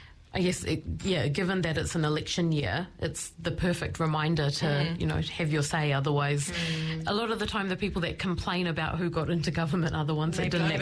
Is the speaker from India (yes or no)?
yes; India; So, you know, like, I'm Indian, but, you know, like, we kind of relate